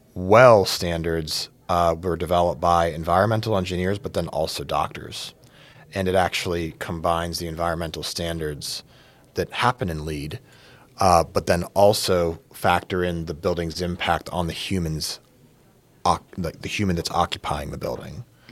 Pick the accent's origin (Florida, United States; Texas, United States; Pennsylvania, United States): Pennsylvania, United States; Pittsburgh; moved away as an adult; now in Youngstown, United States; I'm from Pittsburgh. I went to Shadyside Academy, and I grew up here. I currently live in the Youngstown, Ohio area as a circumstance of COVID